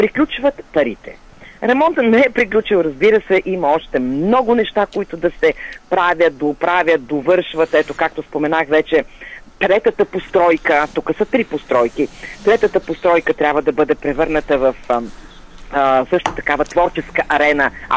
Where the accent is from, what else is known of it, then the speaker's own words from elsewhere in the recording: Sofia, Sofia City, Bulgaria; moved away as an adult; now in Ezerovo, Bulgaria; Тоест родена в центъра на София и израснала цял живот в столицата.